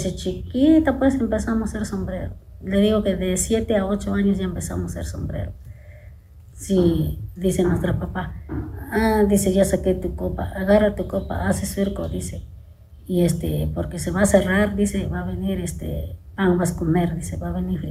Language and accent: Spanish; Santa Ana Tepejillo, Mexico; Ajá, y ese es lo que hacemos aquí en mi pueblo de Santa Ana, Tepejillo.